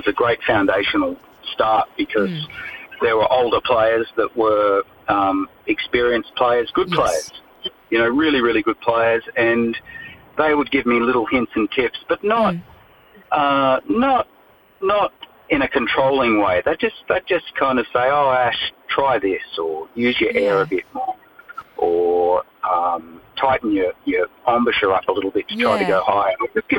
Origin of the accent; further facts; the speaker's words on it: Armidale, New South Wales, Australia; I grew up in Armidale, you know, rural New South Wales